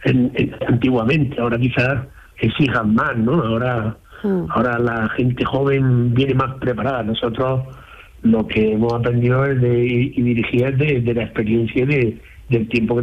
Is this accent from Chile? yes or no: no; Fuente Palmera, Andalusia, Spain; now in Lloret de Mar, Spain; Yo soy de Fuente Palmera, un pueblo pequeñito de Córdoba.